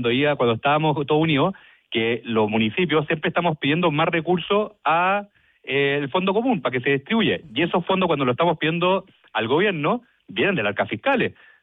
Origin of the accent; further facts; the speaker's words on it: Chile; yo también como ciudadano chileno